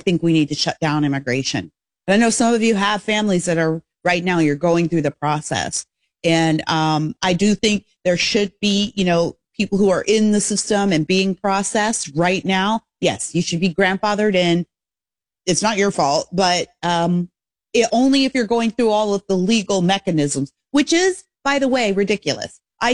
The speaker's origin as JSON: {"language": "English", "country": "Canada", "moved": "as an adult", "lives_now": "United States"}